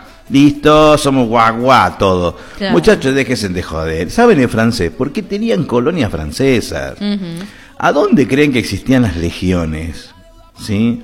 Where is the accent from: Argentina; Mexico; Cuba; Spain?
Argentina; Nosotros no hablamos español, nosotros hablamos argentino, punto.